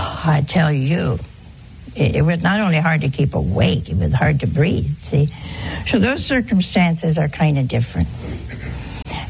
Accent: Ohio, United States; born there; Oh, hey, that's my home state.

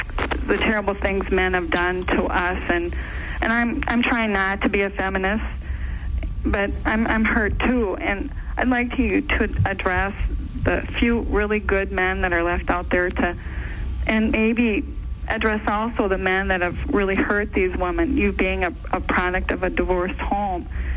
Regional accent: Minnesota, United States; I'm from Minnesota

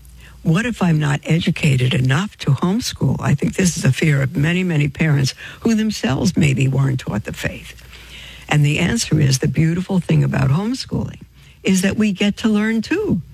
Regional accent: Brooklyn, New York, United States; when we were growing up in Brooklyn, we got a list of books that we needed for the year in public school, but we couldn't afford to buy them.

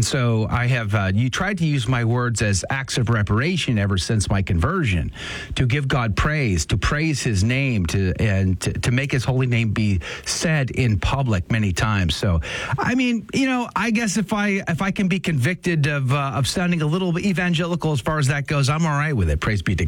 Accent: Texas, United States; I'm from Texas.

